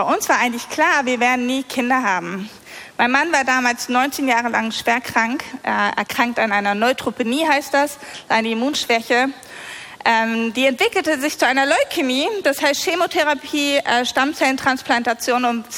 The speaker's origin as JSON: {"language": "German", "region": "Lower Saxony", "country": "Germany", "also_born_or_lived": "Oldenburg", "moved": "as an adult", "said": "ich war 20 und wir sind dann von unserem Kuhdorf aus Abke. Abke, kennt jemand Abke? Keiner kennt Abke? Das ist das beste Kuhdorf überhaupt, auf jeden Fall. Wir sind aus Abke nach Oldenburg gezogen"}